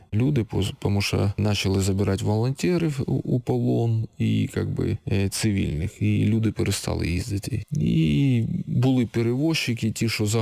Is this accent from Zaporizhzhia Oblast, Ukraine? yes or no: yes; Berdiansk, Zaporizhzhia Oblast, Ukraine; це, говоримо, ми з Бердянська, ми вже як місяць в окупації.